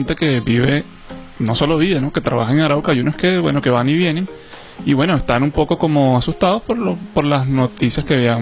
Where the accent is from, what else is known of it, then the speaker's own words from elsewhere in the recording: Venezuela; No, porque es que yo soy venezolano.